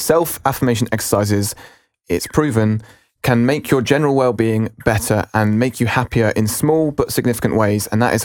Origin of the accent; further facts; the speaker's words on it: United Kingdom; particularly as British people, we don't like to say something we don't think's true.